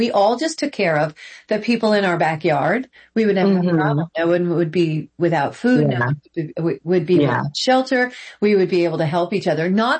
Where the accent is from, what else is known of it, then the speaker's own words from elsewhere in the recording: New York, United States; now in Southern US; because I'm a New Yorker, we don't really do pageants up there. When I came down south, I was like, why is there a pageant for everything?